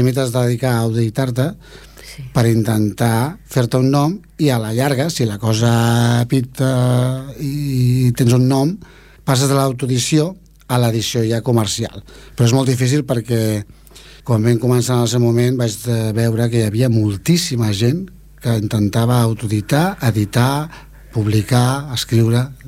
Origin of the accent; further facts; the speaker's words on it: Esplugues de Llobregat, Catalonia, Spain; also born or lived in Barcelona; Sí, perquè jo vaig néixer a Barcelona, però evidentment perquè abans la gent naixia a Barcelona, però jo he viscut a Esplugues tota la vida. Sí.